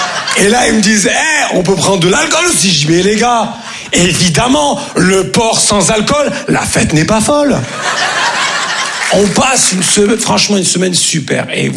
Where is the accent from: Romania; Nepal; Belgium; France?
France; Grand Est; Comme on dit chez nous, en Lorraine.